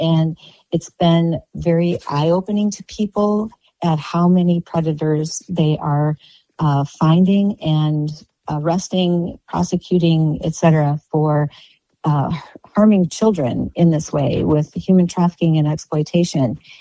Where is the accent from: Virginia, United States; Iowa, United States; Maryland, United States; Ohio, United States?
Iowa, United States; thank God I'm from Iowa. Thank God I'm from a small town.